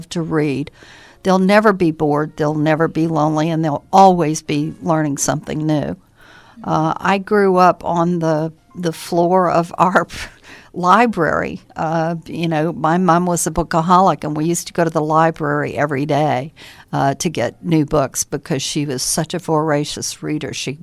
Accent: Birmingham, Alabama, United States; moved away; I grew up in Birmingham, Alabama.

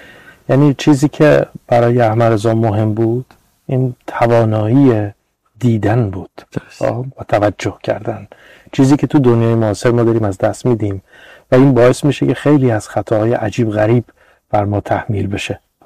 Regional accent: Iran; born there; این که فرض کنیم من انسانی که در ایران به دنیا آمدم خیلی ویژه‌ام

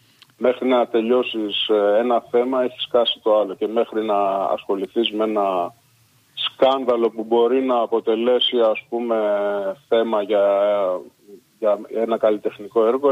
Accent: Piraeus, Attica, Greece; born there; Μία διόρθωση, δεν γεννήθηκα στα Χανιά, γεννήθηκα στον Πειραιά.

